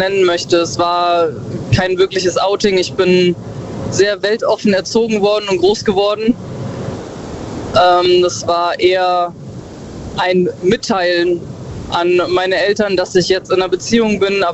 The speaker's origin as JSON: {"language": "German", "town": "Bad Kreuznach", "region": "Rhineland-Palatinate", "country": "Germany", "said": "Ich komme ursprünglich aus der Ecke Bad Kreuznach."}